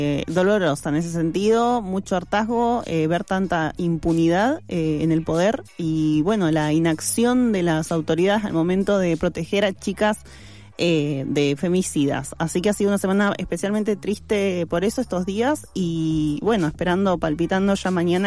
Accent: Malargüe, Mendoza, Argentina; moved away; Malargüe, que es el sur de Mendoza, de donde yo soy

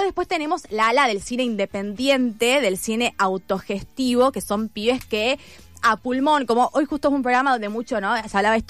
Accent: Argentina

